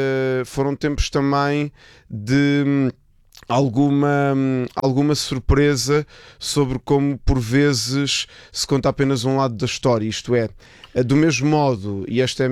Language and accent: Portuguese; Lisbon, Portugal; e na biografia da Bodeira de Cante não estava que eu nasci em Lisboa, porque para mim é autoevidente, bolas, eu sou português